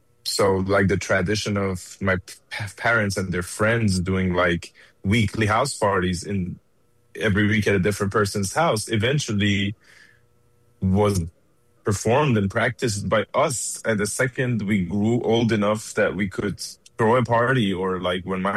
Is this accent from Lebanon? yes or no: no; Iran; now in Detroit, United States; I grew up in Iran